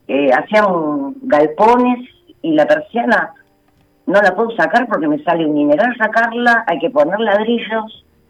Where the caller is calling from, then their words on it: Villa Urquiza, Buenos Aires, Argentina; de Villa Urquiza.